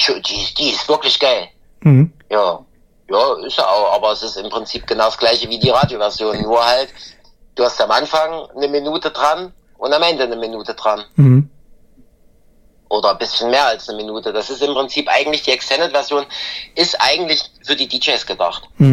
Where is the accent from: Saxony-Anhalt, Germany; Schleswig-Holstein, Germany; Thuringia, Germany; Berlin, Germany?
Thuringia, Germany; Erfurt; dass ich irgendwann mal in meiner Heimatstadt in Erfurt eine eigene Show auf dem Domplatz in Erfurt spiele und die ausverkauft ist.